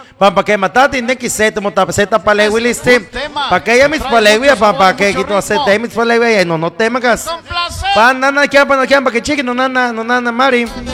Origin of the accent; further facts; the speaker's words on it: Oxoma, Mexico; en Oxoma, en mi pueblo querido, mi pueblo mágico